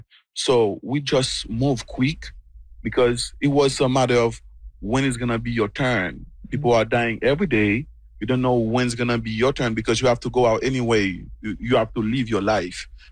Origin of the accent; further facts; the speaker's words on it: Port-au-Prince, Ouest, Haiti; I was born in Port-au-Prince. My whole life was in Port-au-Prince.